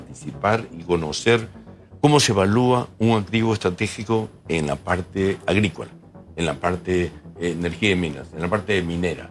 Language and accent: Spanish; Callao, Peru; yo soy independiente, yo soy chalaco, me han invitado en Fuerza Popular para participar dentro del proceso, y como chalaco y sabiendo que las autoridades actuales no han hecho ninguna buena tarea, y viviendo yo en el Callao y mi familia en el Callao